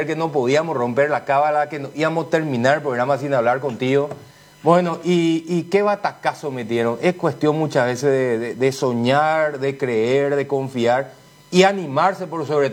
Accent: Paraguay

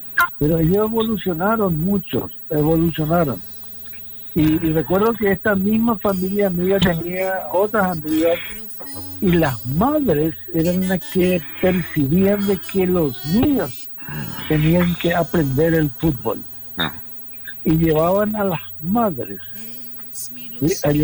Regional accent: Paraguay; Nosotros como paraguayos

